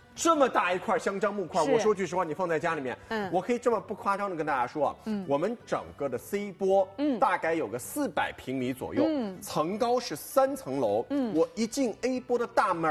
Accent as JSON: {"language": "Chinese", "town": "Hangzhou", "region": "Zhejiang", "country": "China", "said": "因为我是杭州人"}